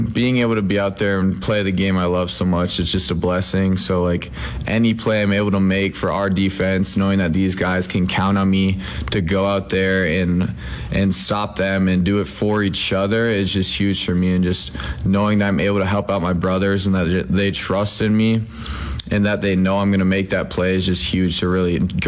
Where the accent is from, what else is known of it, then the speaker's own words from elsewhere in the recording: Minnesota, United States; it really was a blessing being able to play at my home state and for like a team I grew up watching. My parents went to the University of Minnesota